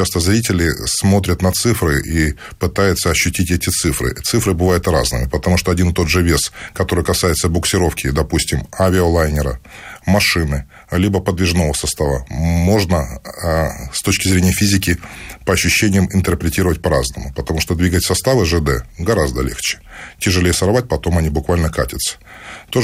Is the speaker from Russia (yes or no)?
yes; Lyubertsy, Moscow Oblast, Russia; Я себя отождествляю с обычным человеком, зожником, как я говорю, из Люберец.